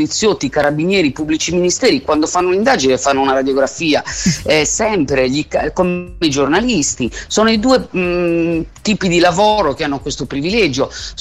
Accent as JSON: {"language": "Italian", "region": "Sardinia", "country": "Italy", "said": "siamo sardi noi che ci viviamo"}